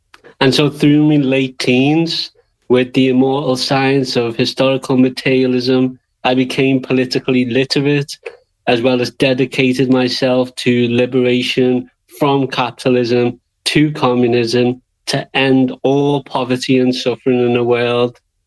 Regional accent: Liverpool, North West England, United Kingdom; I'm from Liverpool, England. I'm 33 years old.

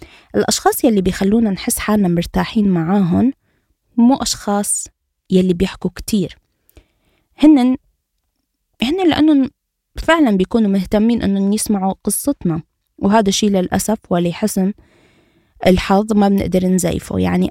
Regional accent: Aleppo, Aleppo Governorate, Syria; إذا سأل من وين أنت وقلت من سوريا، بيرجع بيقول من وين من سوريا، وإذا قلت من حلب

